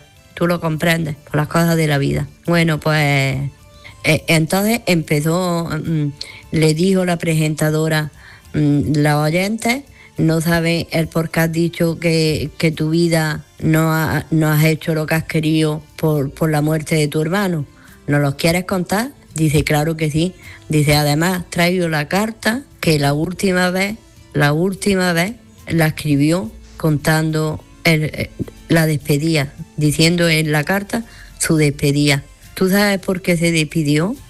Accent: Granada, Andalusia, Spain

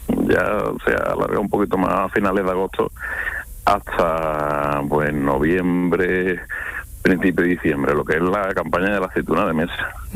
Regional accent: Seville, Andalusia, Spain; Pues yo soy de Sevilla, nosotros de Sevilla.

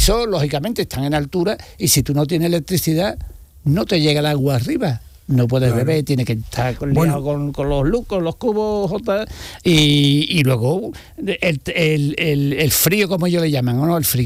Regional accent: Andalusia, Spain; accent: Llanito; Yo tengo el acento llanito.

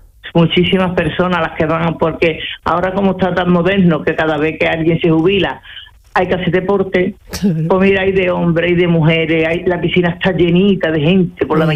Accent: Cumbres Mayores, Andalusia, Spain; porque nosotros somos de Cumbres Mayores, nosotros traíamos las chacinas de toda la sierra

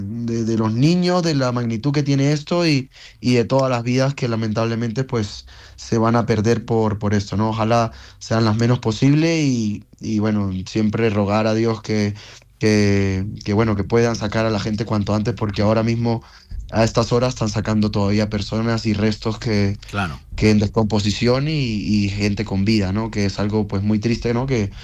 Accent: Venezuela; now in Peru

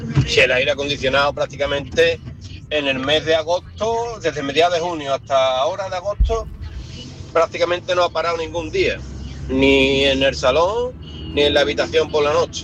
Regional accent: Nerva, Andalusia, Spain; born there; also born or lived in Minas de Riotinto; now in Málaga, Spain; soy de Nerva, aunque llevo 38 años en Málaga

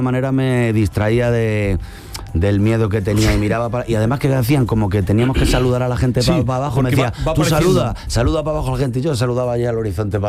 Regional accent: Madrid, Community of Madrid, Spain

